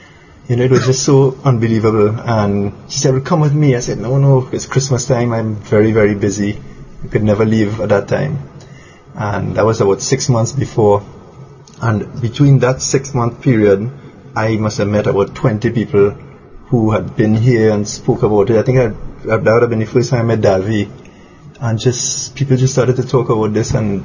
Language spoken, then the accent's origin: English; Trinidad & Tobago; Okay, so I'm from Trinidad